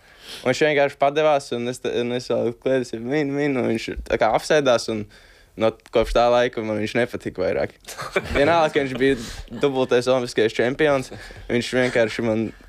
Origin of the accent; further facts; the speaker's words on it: Ādaži, Ādaži Municipality, Latvia; es no Ādažiem vienkārši.